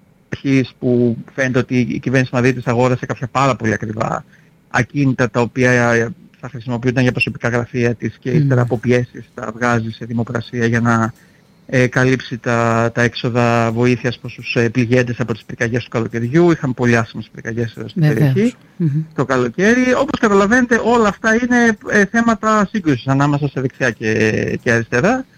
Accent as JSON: {"language": "Greek", "country": "Greece", "said": "εγώ σαν Έλληνας που έχω συνηθίσει σε ένα, εντάξει, ας το πούμε, αρκετά τοξικό πολιτικό κλίμα στην Ελλάδα"}